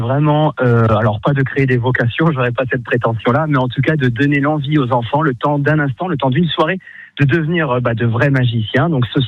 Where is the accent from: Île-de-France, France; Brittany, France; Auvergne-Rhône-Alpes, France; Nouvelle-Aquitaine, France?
Auvergne-Rhône-Alpes, France; venir jouer chez moi dans la Loire